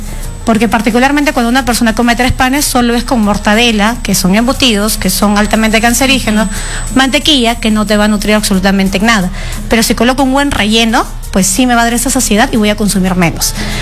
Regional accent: Peru; nosotros como peruanos nos encanta comer.

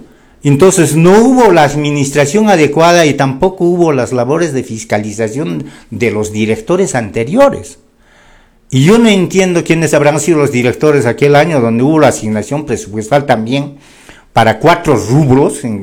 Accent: Calca, Cusco, Peru; soy calqueño y amo a mi tierra.

